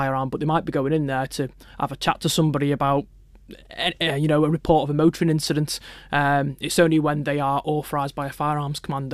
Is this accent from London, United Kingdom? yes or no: no; Manchester, North West England, United Kingdom; Well, I grew up in Manchester